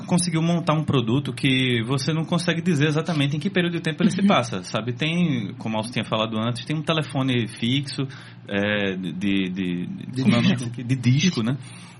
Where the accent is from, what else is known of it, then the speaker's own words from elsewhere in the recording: Pernambuco, Brazil; accent: pernambucano; A gente vai permanecer com sotaque pernambucano